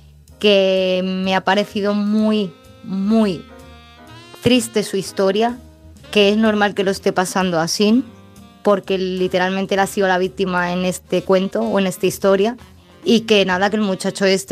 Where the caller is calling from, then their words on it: Málaga, Andalusia, Spain; Soy corresponsal de Málaga